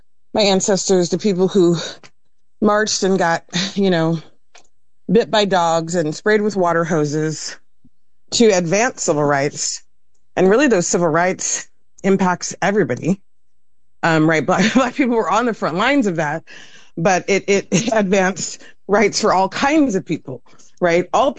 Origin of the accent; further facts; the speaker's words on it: United States; as the American people